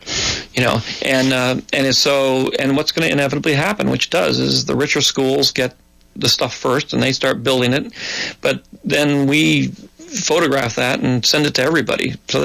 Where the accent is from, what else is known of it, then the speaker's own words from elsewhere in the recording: California, United States; when I grew up in California here